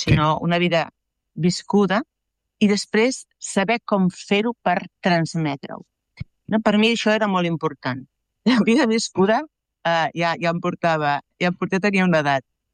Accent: Tarragona, Catalonia, Spain; jo sóc del sud, de Tarragona.

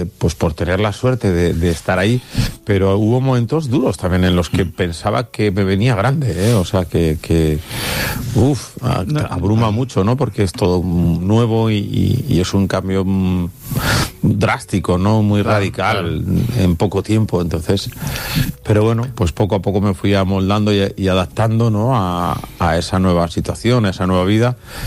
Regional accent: Pamplona, Navarre, Spain; volví a mi tierra, que es Pamplona

